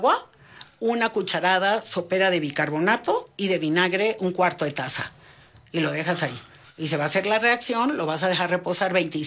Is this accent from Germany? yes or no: no; Tabasco, Mexico; Lo que pasa es que allá en mi pueblo dirían, en Tabasco, que hace tanto tanto calor, todo lo que esté frío vale más.